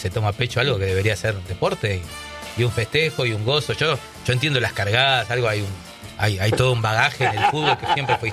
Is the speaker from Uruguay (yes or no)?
yes; Uruguay; now in Argentina; Soy uruguayo, pero con muchísimos años viviendo en la Argentina